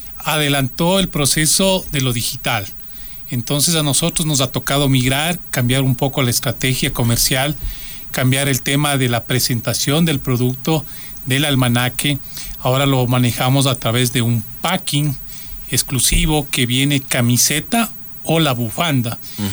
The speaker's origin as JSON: {"language": "Spanish", "country": "Ecuador", "said": "todos nosotros como ecuatorianos"}